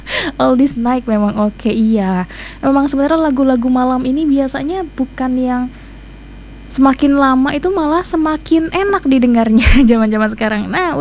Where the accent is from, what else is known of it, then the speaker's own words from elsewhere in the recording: Jakarta, Indonesia; now in Denpasar, Indonesia; Kalau saya kebetulan memang orang Jakarta yang sekarang terdampar di Denpasar.